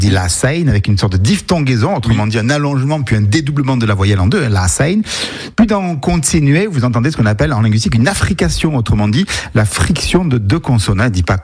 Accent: Provence-Alpes-Côte d'Azur, France; accent: Provençal; notre accent provençal

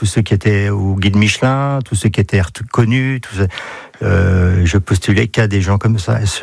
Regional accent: Nancy, Grand Est, France; born there; Ah, mais je suis né à Nancy, moi.

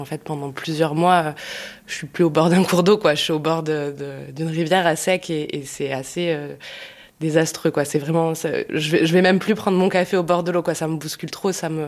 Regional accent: Pyrenees, France; je suis originaire plutôt des Pyrénées et des montagnes

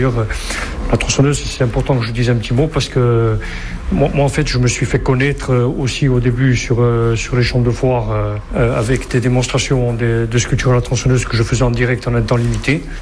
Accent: Corsica, France; moved away as an adult; À la base, je suis originaire de Lévis. Ce qui est devenu mon atelier était au départ une maison de famille où ont vécu mes grands-parents. Comme beaucoup de Corses, à 18 ans, je suis parti faire mes études sur le continent en sciences.

